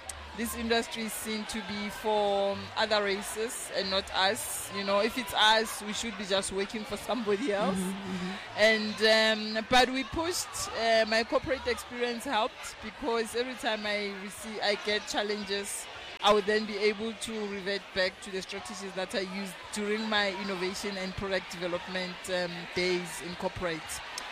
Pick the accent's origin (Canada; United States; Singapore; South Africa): South Africa